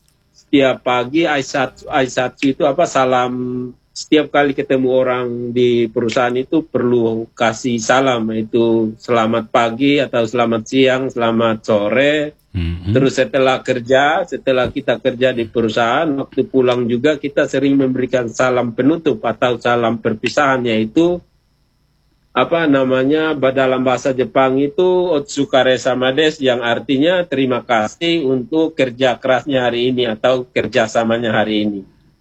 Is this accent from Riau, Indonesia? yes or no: no; East Nusa Tenggara, Indonesia; moved away as an adult; also born or lived in Japan; kalau kita lahir besarnya di NTT kan di cuaca yang panas. Tidak pernah sampai minus.